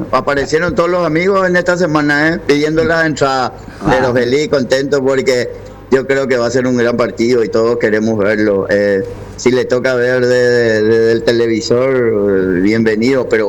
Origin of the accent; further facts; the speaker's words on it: Paraguay; Somos paraguayos, somos representantes de esta gran nación